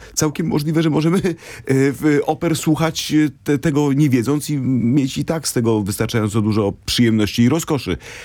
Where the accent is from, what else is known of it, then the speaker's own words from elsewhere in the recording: Poznań, Greater Poland Voivodeship, Poland; moved away; jako poznaniak z urodzenia i z wychowania i z pierwszego wykształcenia